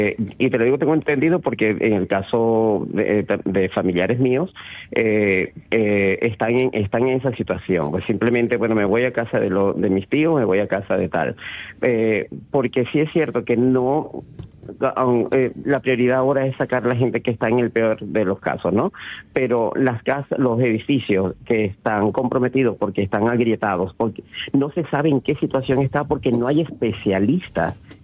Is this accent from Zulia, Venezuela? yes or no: yes; Maracaibo, Zulia, Venezuela; pero yo soy maracucho y muy la zona más lejana del epicentro. En Maracaibo no pasó nada, se sintió algo simplemente.